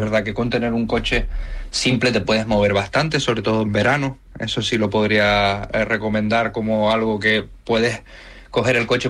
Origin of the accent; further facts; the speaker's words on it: Canary Islands, Spain; moved away as an adult; now in Reykjavik, Iceland; Soy una persona abierta, soy canario, no soy muy afable con la gente.